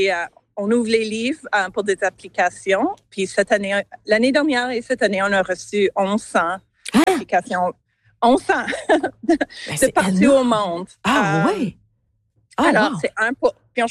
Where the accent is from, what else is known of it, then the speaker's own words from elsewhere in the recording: Chilliwack, British Columbia, Canada; born there; moved away; Je suis née à Chilliwack, mais j'ai fait mon retour en 2020